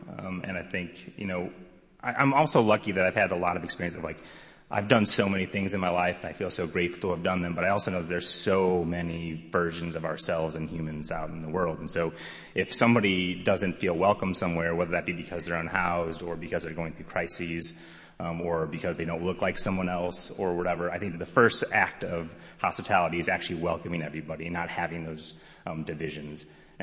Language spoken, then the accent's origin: English; St. Louis, Missouri, United States; born or raised there